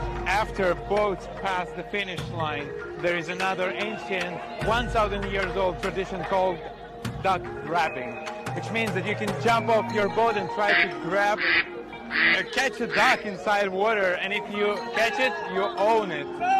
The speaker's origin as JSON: {"language": "English", "country": "Italy", "second_language": "English", "said": "I'm from Italy, so we don't have this kind of event"}